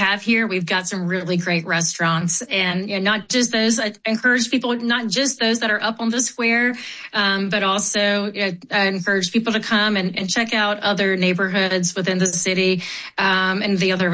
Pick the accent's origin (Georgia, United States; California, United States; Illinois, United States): Georgia, United States; Decatur; I'm from Decatur, but also very much from Atlanta.